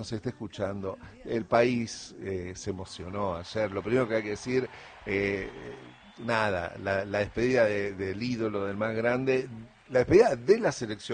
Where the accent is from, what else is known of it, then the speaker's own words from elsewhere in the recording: Argentina; porque así somos los argentinos.